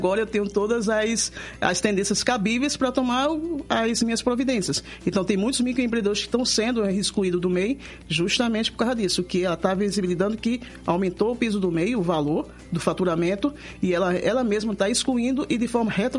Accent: Recife, Pernambuco, Brazil; now in Curitiba, Brazil; Eu sou de Recife, né, na realidade.

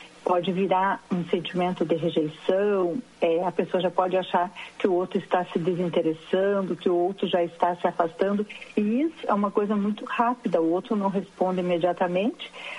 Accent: Alegria, Rio Grande do Sul, Brazil; born there; moved away; Eu sou de Alegria

